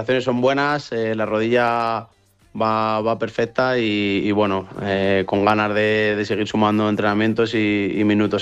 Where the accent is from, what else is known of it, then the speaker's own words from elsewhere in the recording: Madrid, Community of Madrid, Spain; de aquí, de Madrid, porque los dos somos de Madrid, hemos estudiado en el mismo colegio